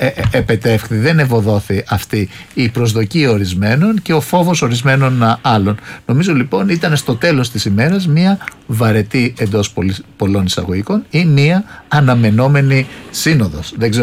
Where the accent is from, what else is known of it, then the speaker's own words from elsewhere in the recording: Greece; Μπορεί εμάς να μην μας αρέσει ως Έλληνες